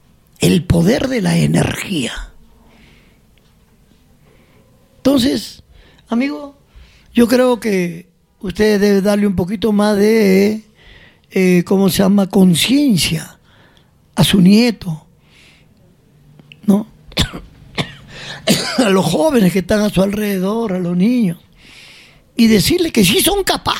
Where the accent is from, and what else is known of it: Peru